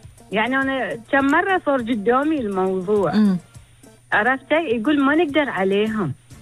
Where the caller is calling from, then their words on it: Bahrain; إحنا بحرينيين